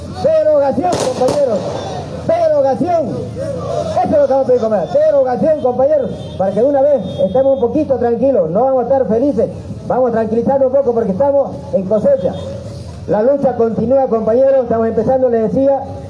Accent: Bolivia; como productores y como bolivianos

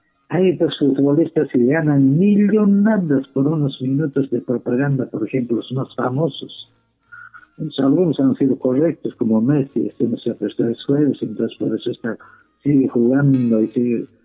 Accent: Peru; first language Quechua; Spanish is a second language

